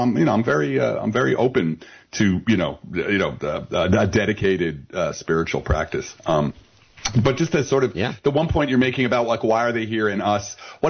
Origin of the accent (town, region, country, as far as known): Belleville, New Jersey, United States